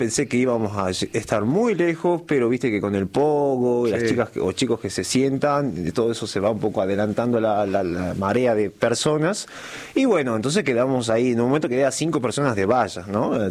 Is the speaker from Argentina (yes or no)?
yes; Argentina; porque soy argentino